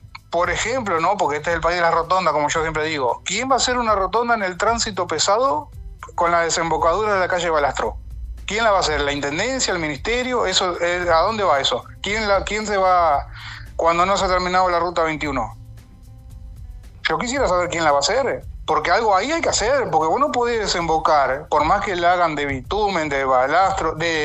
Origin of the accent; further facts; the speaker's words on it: Carmelo, Colonia, Uruguay; Yo soy de Carmelo, nacido y criado en Carmelo